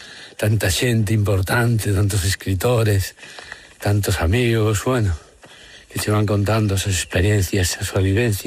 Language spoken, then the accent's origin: Galician; Galicia, Spain; Eu, como galego, teño que recoñecer que era como unha asignatura pendente, verdad?